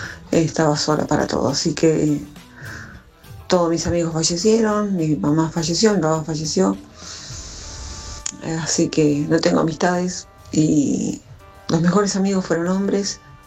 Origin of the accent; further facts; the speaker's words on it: Martín Coronado, Buenos Aires Province, Argentina; Buenas tardes a todos … soy de Martín Coronado, partido 3 de febrero.